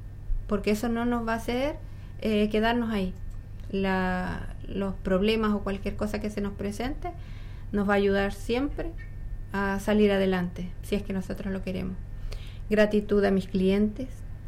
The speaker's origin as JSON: {"language": "Spanish", "town": "Los Lagos", "region": "Los Ríos", "country": "Chile", "tie": "born or raised there", "said": "de nuestra comuna de Los Lagos, que yo la quiero mucho porque nací aquí, crecí aquí, me eduqué acá. Entonces es mi pueblo"}